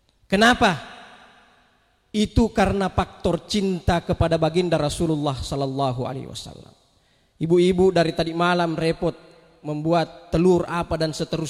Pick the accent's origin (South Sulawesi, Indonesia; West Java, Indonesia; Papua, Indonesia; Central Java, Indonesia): South Sulawesi, Indonesia; kalau di kampung saya itu di Talak, di Bonto-Bonto